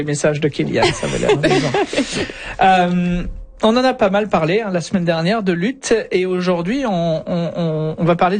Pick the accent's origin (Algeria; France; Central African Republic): France; northern France; moved away; dans le nord de la France, là, moi d'où je viens